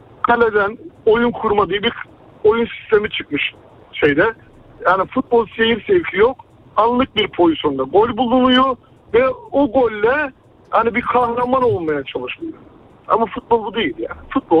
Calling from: Istanbul, Turkey; İstanbul'dan arıyorum.

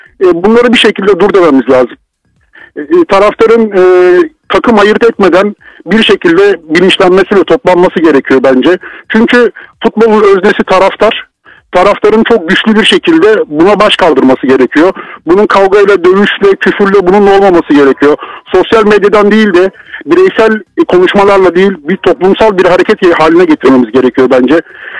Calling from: İzmir, Turkey; İzmir'den arıyorum sizi.

